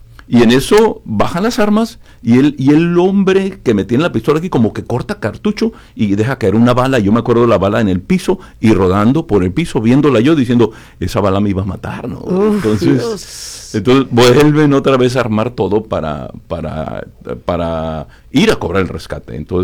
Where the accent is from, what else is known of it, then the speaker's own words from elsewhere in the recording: Tijuana, Baja California, Mexico; Yo soy de aquí de Tijuana, somos 7 hermanos.